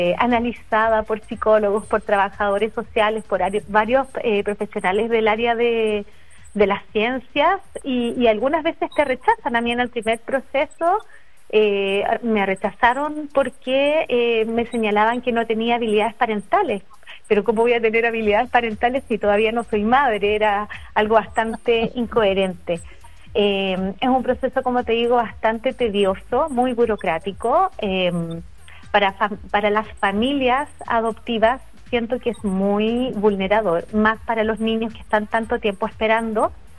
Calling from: Chile; acá en Chile

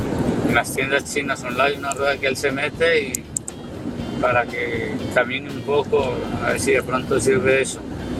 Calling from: Barcelona, Catalonia, Spain; de Barcelona.

